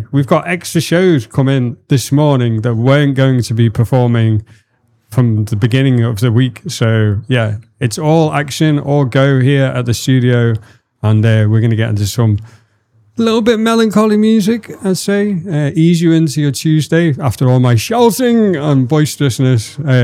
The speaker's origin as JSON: {"language": "English", "town": "Birkenhead", "region": "North West England", "country": "United Kingdom", "moved": "yes", "lives_now": "Phuket, Thailand", "said": "I'm a plastic scouser. I'm from Birkenhead."}